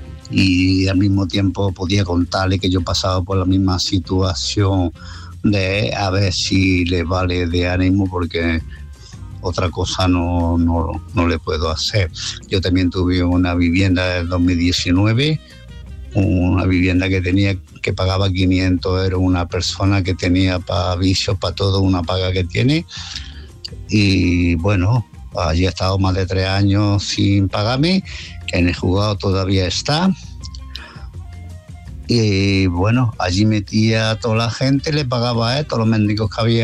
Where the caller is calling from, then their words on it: Málaga, Andalusia, Spain; Buenas noches, Álvaro. … de Málaga.